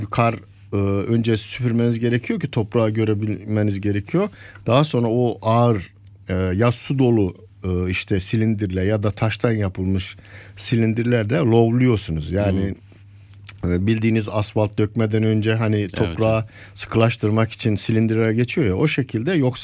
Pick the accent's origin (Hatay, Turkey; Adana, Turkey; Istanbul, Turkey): Adana, Turkey; Feke; born there; moved away; Bizim köyde Toroslar'da, Feke ilçesi, Kayseri'ye çok yakın. Kayseri ikliminden sürekli etkilenir ve zaman zaman iyi kar da yağar.